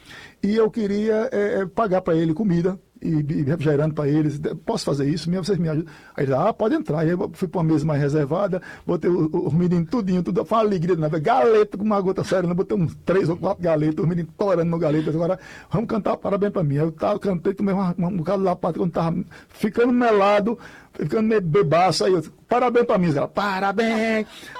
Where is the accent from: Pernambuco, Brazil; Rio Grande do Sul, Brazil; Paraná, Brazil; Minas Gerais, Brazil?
Pernambuco, Brazil; Floresta do Navio; born there; now in Tacaratu, Brazil; Eu nasci em Floresta do Navio. Fui adotado por Tacaratu, que é a cidade do meu coração, a cidade que eu amo muito, Tacaratu, e moro em Tacaratu praticamente.